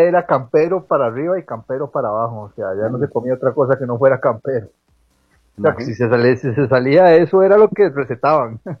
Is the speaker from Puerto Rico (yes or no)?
no; Costa Rica; moved away as an adult; habíamos como 5 ticos